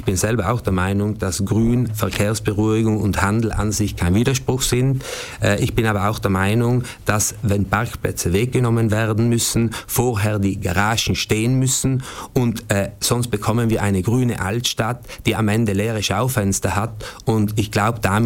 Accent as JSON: {"language": "German", "town": "Bruneck", "region": "Trentino-Alto Adige", "country": "Italy", "said": "Wir sind ja alle drei aus Brunneck. Brunneck, ich bin jetzt aus Dietenheim, aber wie gesagt, wir sind ja alle aus der Stadtgemeinde Brunneck."}